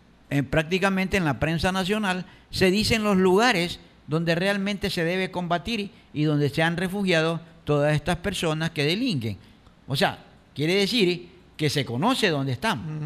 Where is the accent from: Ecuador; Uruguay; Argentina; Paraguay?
Ecuador